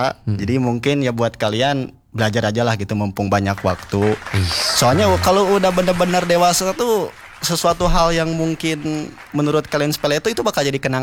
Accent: Garut, West Java, Indonesia; born or raised there; now in Bandung, Indonesia

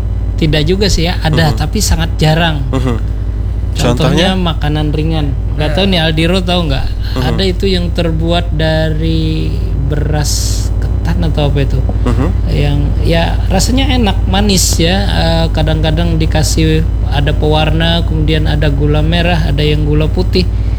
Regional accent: Marabahan, South Kalimantan, Indonesia; born there; Kalau saya di kelahiran Marabahan.

